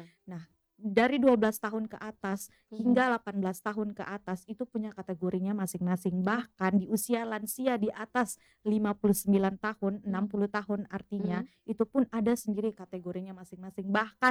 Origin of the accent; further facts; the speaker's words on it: Kupang, East Nusa Tenggara, Indonesia; kita sebagai orang Kupang ya, kita orang NTT lah, orang Kupang. Di sini saya kan juga orang Kupang nih, Kak.